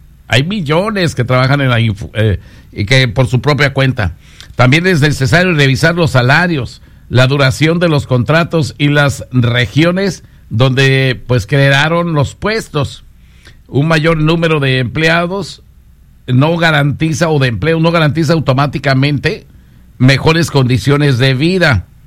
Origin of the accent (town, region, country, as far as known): Mexico